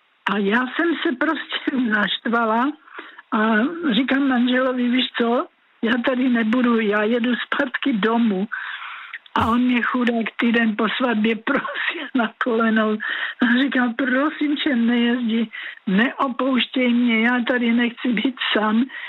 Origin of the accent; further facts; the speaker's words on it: Bohemia, Czechia; moved away as an adult; now in Adamov, Czechia; já jsem rodačka z Čech, takže nepřišli na Moravu tam do toho Adamova, tak já jsem mluvila česky, že?